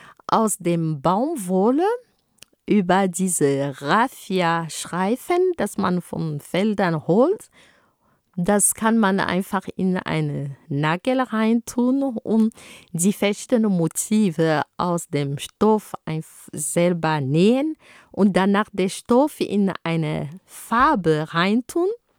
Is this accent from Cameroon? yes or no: yes; Cameroon; German is a second language; Und wo ich herkomme, in Kamerun, da haben wir eine besondere Art und Weise, uns anzuziehen.